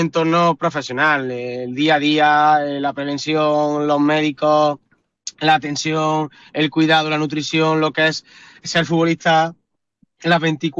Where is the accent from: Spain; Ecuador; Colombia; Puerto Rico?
Spain; Montilla, Andalusia; Los años en Montilla, que para mí jugar en mi pueblo y ganar con mi pueblo ha sido algo brutal.